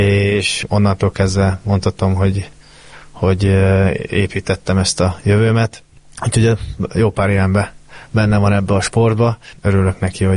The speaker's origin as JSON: {"language": "Hungarian", "town": "Győr", "region": "Győr-Moson-Sopron", "country": "Hungary", "tie": "born or raised there", "said": "Igazából én lakótelepen nőttem fel Győrben, Marcalvárosban, úgyhogy nem egy ilyen dúsgazdag környék, mondhatjuk"}